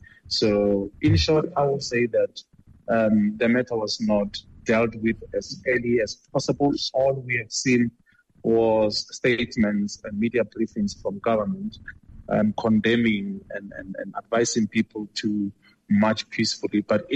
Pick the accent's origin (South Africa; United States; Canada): South Africa; I am not allowed to do that as a South African.